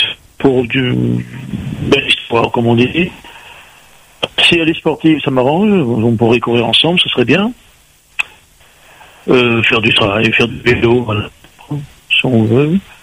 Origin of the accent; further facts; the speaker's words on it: Saint-Pierre, Réunion; Ben, une … du Sud, hein, parce que je suis du Sud, sur Saint-Pierre.